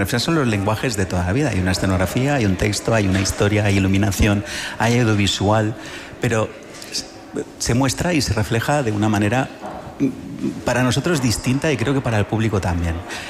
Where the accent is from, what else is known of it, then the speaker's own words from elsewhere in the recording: Balearic Islands, Spain; Yo soy de Mallorca y el proyecto tiene una pierna en Mallorca y la otra está aquí en Madrid.